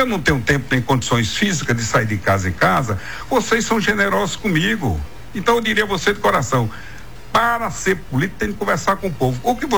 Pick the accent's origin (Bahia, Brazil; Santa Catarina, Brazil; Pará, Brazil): Bahia, Brazil; Salvador; born there; Eu era estudante em 1973, morava no Tororó, estudava no Central.